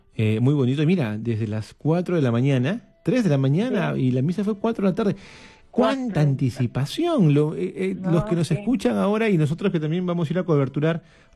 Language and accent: Spanish; Puno, Peru; yo soy de Puno.